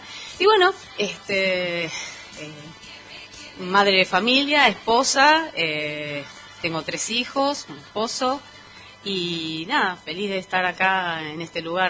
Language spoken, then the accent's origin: Spanish; Buenos Aires, Argentina; porque todos nos caratulan de porteños, pero en realidad porteños son los que viven en Capital Federal. Yo sí soy porteña.